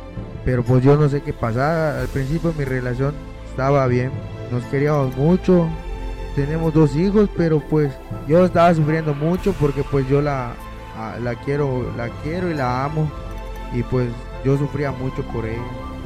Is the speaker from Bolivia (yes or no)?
no; Xpujil, Campeche, Mexico; Yo vengo de Ixbujil y vengo a dar mi testimonio.